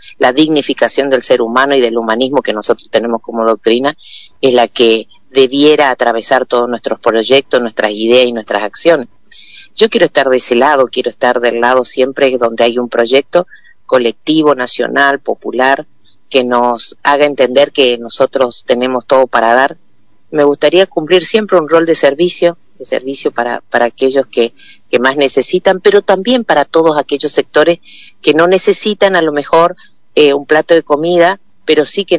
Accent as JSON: {"language": "Spanish", "region": "Corrientes", "country": "Argentina", "tie": "born or raised there", "said": "Yo les dejo todo mi saludo y cariño para usted y para la tierra de Corrientes, que es mi tierra natal."}